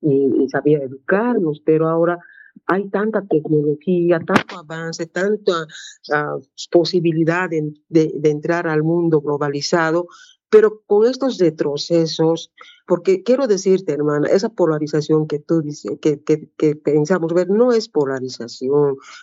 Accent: Oruro, Bolivia; now in Cochabamba, Bolivia; Yo vengo del sur de Oruro, pero radico en Cochabamba bastante tiempo, ¿no?

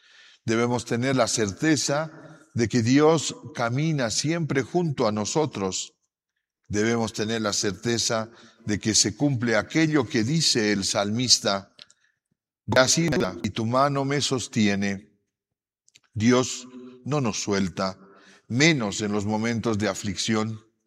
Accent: Bolivia; Estamos viviendo como bolivianos momentos difíciles.

